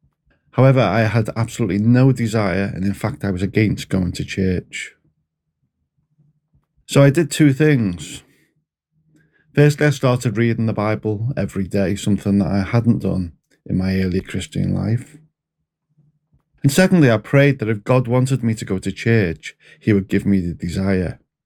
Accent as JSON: {"language": "English", "town": "Skelmersdale", "region": "North West England", "country": "United Kingdom", "tie": "born or raised there", "also_born_or_lived": "Liverpool", "said": "I was born in Liverpool, grew up in a town called Skelmersdale, and I was saved when I was 9."}